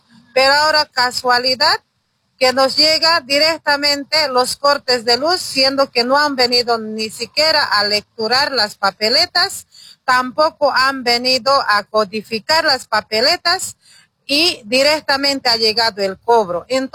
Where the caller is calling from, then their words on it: Bolivia; debemos darnos cuenta como bolivianos